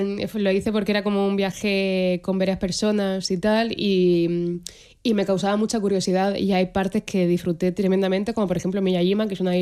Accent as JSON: {"language": "Spanish", "town": "Cartagena", "region": "Region of Murcia", "country": "Spain", "said": "Como soy de Cartagena, para mí el verano ha sido siempre todo el año, excepto 2 meses."}